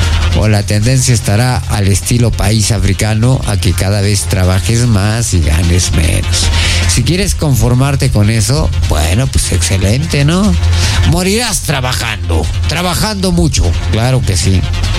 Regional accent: Peru

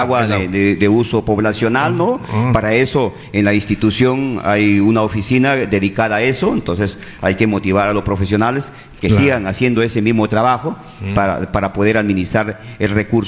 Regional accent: Peru; born there; mi pueblo de Uchicate, donde yo he nacido y donde yo vivo, ¿no? Un pueblo muy antiguo, más de 50 años, y no tenemos el saneamiento básico.

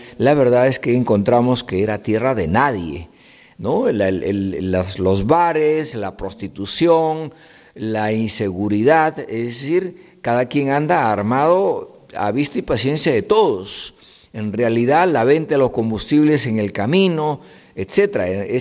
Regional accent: San Martín, Peru; ciertamente estamos en el corazón del Alto Mayo y somos el corazón del Perú. Nuestra región San Martín tiene una ubicación geográfica extraordinaria

